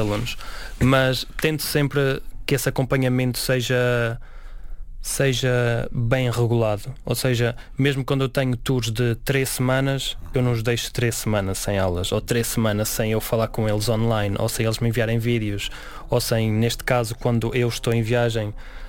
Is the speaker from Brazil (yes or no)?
no; Celorico da Beira, Guarda, Portugal; E eu sou de Solurico da Beira, é uma vila pequeníssima, então isso é onde eu me sinto confortável, na tranquilidade, na natureza.